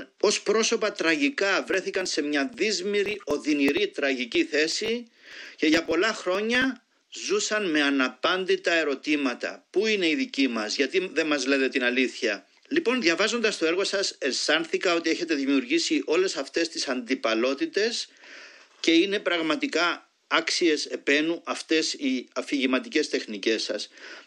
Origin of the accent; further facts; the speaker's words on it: Cyprus; όχι σαν φιλόλογος, αλλά σαν Κύπριος πρόσφυγας που έχασε το σπίτι του, που τον κυνήγησαν τα τουρκικά αεροπλάνα και τον πολυβολούσαν και έζησα από θαύμα.